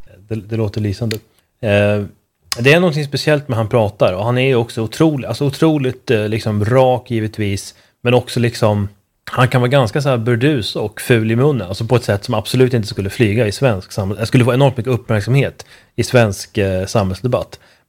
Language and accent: Swedish; Sweden; som svensk